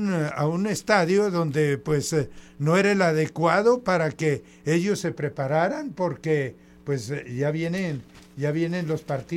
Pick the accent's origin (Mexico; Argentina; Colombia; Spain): Mexico; nuestro folclor mexicano